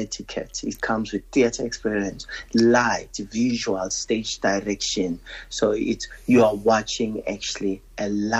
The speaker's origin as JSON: {"language": "English", "country": "South Africa", "said": "as a South African producer"}